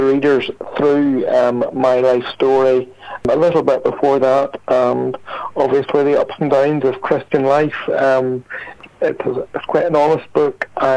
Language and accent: English; Ballymena, Northern Ireland, United Kingdom; my home church, which is Victory Praise Community Church, which is in my hometown of Ballymena.